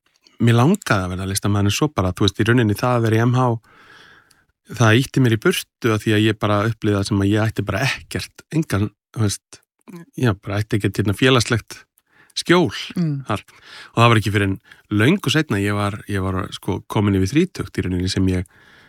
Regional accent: North Iceland, Iceland; Ég finn það, ég er að norðan, en ég er bara Íslendingur.

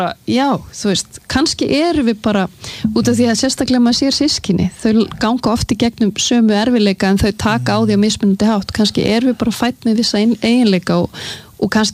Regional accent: Sweden; ég alinn upp í Svíþjóð alinn upp við að læra 2 tungumál sama tíma

